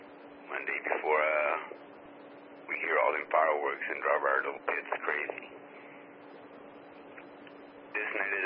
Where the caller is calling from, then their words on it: Killeen, Texas, United States; I'm transmitting from Killeen, Texas, where it is currently about 100 degrees.